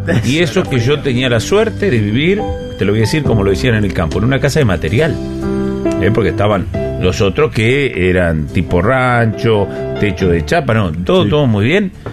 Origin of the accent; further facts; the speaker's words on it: Argentina; Los que nos acordamos de Codesal somos los argentinos.